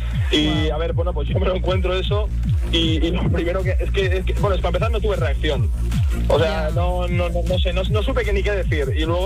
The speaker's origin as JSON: {"language": "Spanish", "region": "Basque Country", "country": "Spain", "said": "Es que, si puedes en castellano, porfa, que soy del País Vasco."}